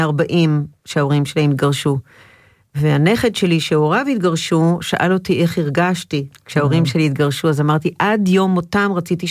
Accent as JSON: {"language": "Hebrew", "town": "Tel Aviv", "region": "Tel Aviv District", "country": "Israel", "tie": "born or raised there", "also_born_or_lived": "a kibbutz (until age 3)", "said": "וככה גדלתי בין שכונת התקווה לקפה פינאטי בדיזינגוף"}